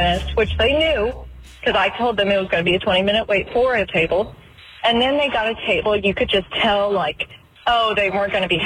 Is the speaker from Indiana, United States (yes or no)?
no; Crestview, Florida, United States; I'm from Crestview, Florida, and I'm 17 years old.